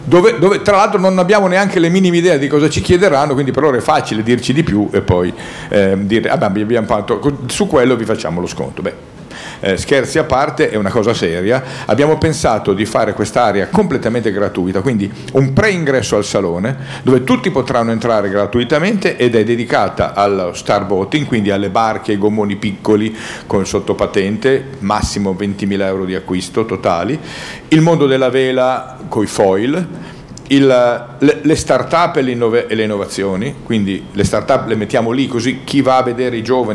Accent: Lombardy, Italy; avuto la possibilità, tipo da Lombardo, ho avuto la possibilità di fare una cosa che un ligure, un genovese non avrebbe mai fatto.

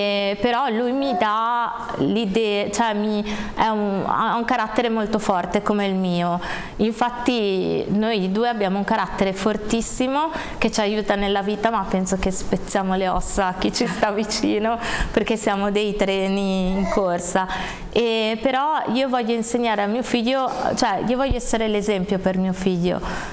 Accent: Genoa, Liguria, Italy; E quindi infatti sono di Genova, quindi ho la fortuna di avere il Gaslini a due passi

